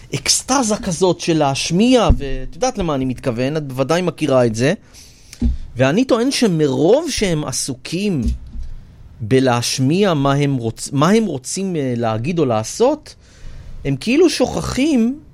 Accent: Rishon LeZion, Central District, Israel; אני נולדתי וגדלתי בראשון לציון כל השנים, אני גם גר שם היום.

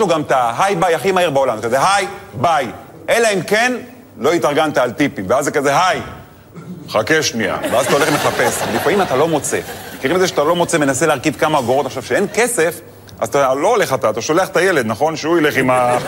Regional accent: Netanya, Central District, Israel; האמת, אני גדלתי בנתניה, לא יצא לי, בחיים לא היה לי שליח בבית, כי אמא טריפוליטאית, היא מכינה הכל.

